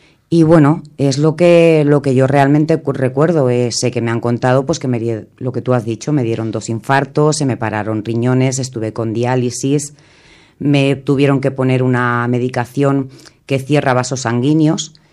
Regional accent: Montornès del Vallès, Catalonia, Spain; Pues es mi pueblo. Yo me crié aquí, nací aquí, me casé aquí, tuve mis hijos aquí, trabajaba en Montornés, o sea, es mi pueblo.

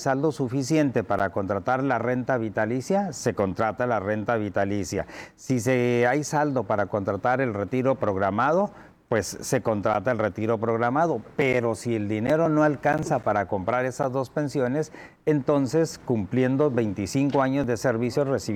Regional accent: Mexico

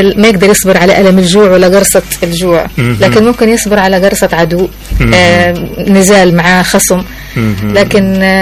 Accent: Hadhramaut, Yemen; accent: Hadhrami; بلهجتنا الحضرمية

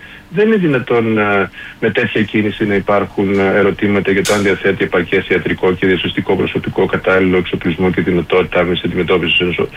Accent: Greece; και εγώ το έκανα ως άνθρωπος, ως Έλληνας

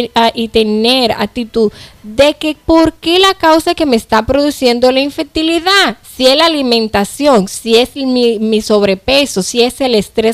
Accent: Dominican Republic

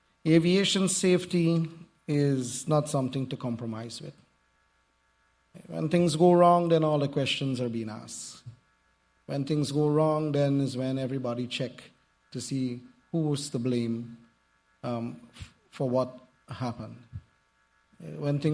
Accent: Guyana; I was in university in the United Kingdom and I was studying business and I said, I'm from Guyana.

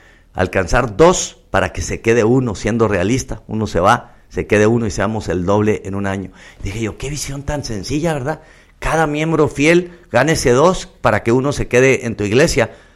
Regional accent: Chihuahua, Mexico; also born or lived in United States; yo vengo de Estados Unidos, soy mexicano, soy de aquí de Chihuahua.

